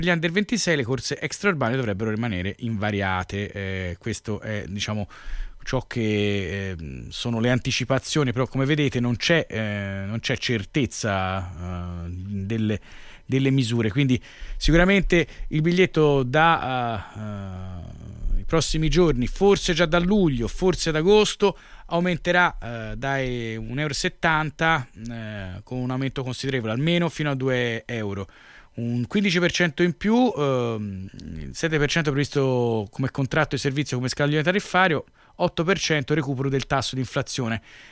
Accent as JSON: {"language": "Italian", "region": "Tuscany", "country": "Italy", "said": "tutti noi come toscani"}